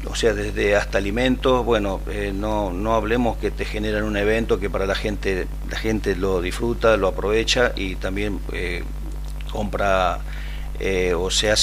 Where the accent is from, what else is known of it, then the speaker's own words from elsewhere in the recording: Argentina; nosotros los argentinos o los locales, los propios